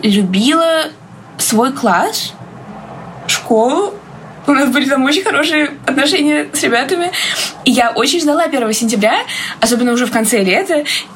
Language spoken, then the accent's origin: Russian; Moscow, Russia; Я из Москвы, мне 17 лет.